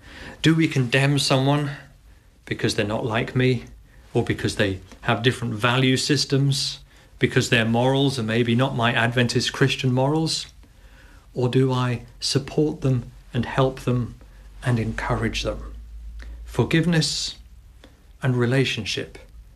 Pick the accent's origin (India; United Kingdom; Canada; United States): United Kingdom; England; And it hadn't hit me because I'm English and here I'm used to it. I went to Stanborough School and we grew up in mixed races, all sorts of nationalities playing together, and it was fine.